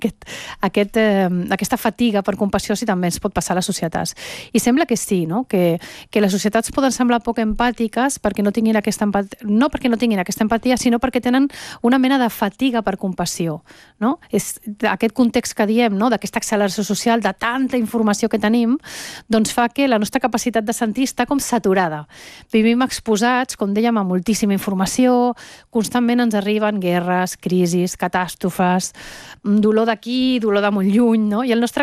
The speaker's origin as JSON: {"language": "Catalan", "country": "Venezuela", "said": "jo també sóc de Venezuela, que tinc una connexió emocional, que forma part de la meva vida a aquella terra"}